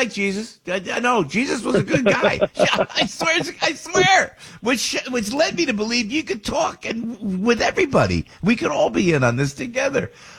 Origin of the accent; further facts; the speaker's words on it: Passaic, New Jersey, United States; I'm from Passaic, right next door. And I said, hey, I'm a local guy.